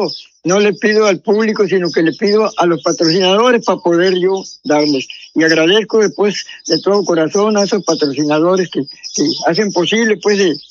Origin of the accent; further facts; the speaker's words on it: Cócorit, Sonora, Mexico; born there; se dice fácil 85 años, ¿no? Pero son 85 años, pero ando con el mismo entusiasmo, porque yo soy de las personas que aquí nací en Cocorit